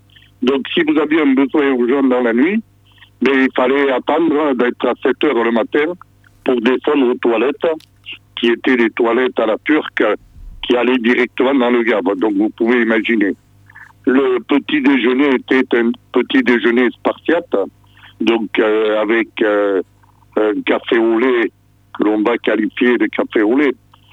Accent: Castelnau-Camblong, Nouvelle-Aquitaine, France; also born or lived in Bétharram; Je suis né dans un petit village du Béarn, à Castelnau-Camblon, dans les Pyrénées-Atlantiques. Je suis né donc dans la maison où j'habite, en 1946, donc ça fait quelques années.

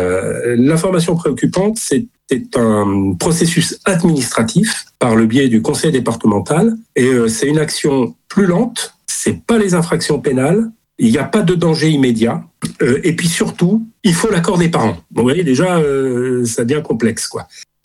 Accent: Rabat, Rabat-Salé-Kénitra, Morocco; Ouais, moi je suis de Rabat. Donc je vais régulièrement former les pédopsychiatres du Maroc.

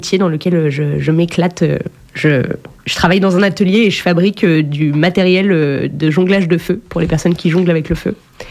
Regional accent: Grand Est, France; moved away as an adult; now in Périgord, France; Alors moi, j'ai grandi en Lorraine, donc bien loin d'ici, à l'opposé, dans notre hexagone. Et je suis arrivée en Périgord il y a vraiment pas longtemps. Je suis arrivée en septembre.

